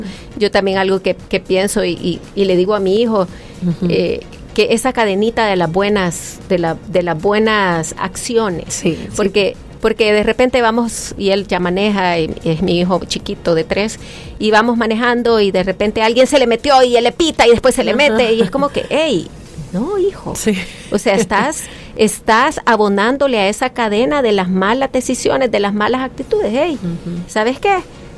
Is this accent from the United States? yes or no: no; El Salvador; el abrazo que nos une como salvadoreños